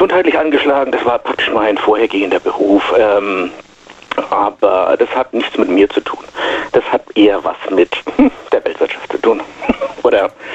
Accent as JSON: {"language": "German", "region": "Baden-Württemberg", "country": "Germany", "said": "Baden-Württemberg."}